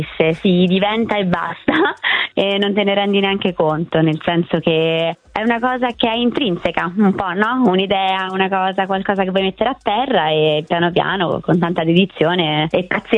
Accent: Rome, Lazio, Italy; accent: Roman; siamo romani, forse si capisce anche dall'accento

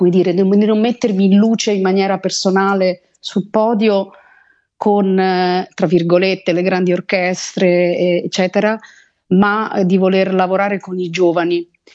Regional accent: Rome, Lazio, Italy; moved away as an adult; also born or lived in New York / Vienna; now in London, United Kingdom; io mi ritengo profondamente italiana perché sono nata e cresciuta a Roma e ho studiato al Conservatorio di Santa Cecilia, quindi io fino a 19 anni e mezzo sono stata veramente formata in Italia

